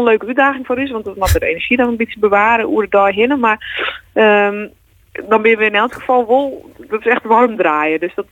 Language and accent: Dutch; Amsterdam, North Holland, Netherlands; first language West Frisian; Dutch is a second language; now in Friesland, Netherlands; Het is mijn memmentaal. Ik kom grappig nog zelfs uit Amsterdam. Daar ben ik opgegroeid, maar ik ben wel Friestalig grootgebracht. En wat mijn ouders binnen beide komen beide uit Friesland en die ben toen verhuisd in Amsterdam.